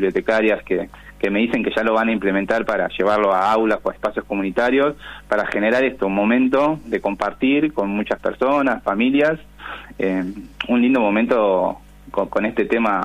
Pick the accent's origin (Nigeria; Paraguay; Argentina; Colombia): Argentina; nosotros como argentinos